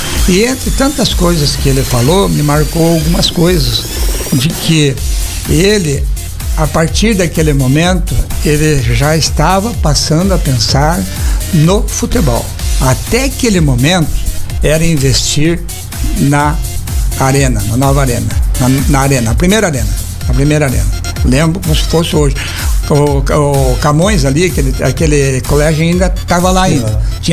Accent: Paranaguá, Paraná, Brazil; Eu sou de Paranaguá, e o senhor poderia nos dar uma entrevista?

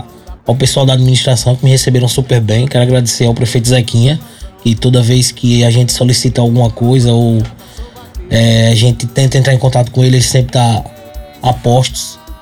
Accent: Carira, Sergipe, Brazil; moved away as an adult; now in Itabaiana, Brazil; sou de Carira, hoje moro em Itabaiana há 5 anos.

